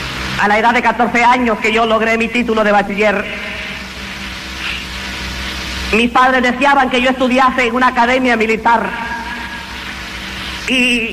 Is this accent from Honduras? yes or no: yes; Honduras; also born or lived in Venezuela / Guatemala; now in Costa Rica; nacido en Venezuela el 9 de noviembre de 1955. Tengo 29 años de edad. Me crié en Honduras, me gradué de médico en la Universidad de Guatemala